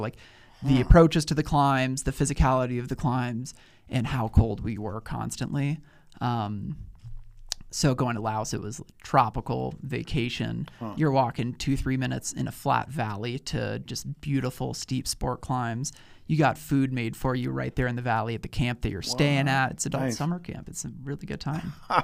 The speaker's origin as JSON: {"language": "English", "country": "United States", "said": "as an American"}